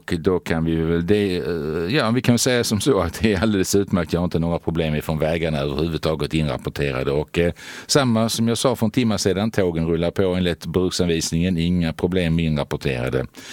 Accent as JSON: {"language": "Swedish", "town": "Malmö", "region": "Skåne", "country": "Sweden", "tie": "born or raised there"}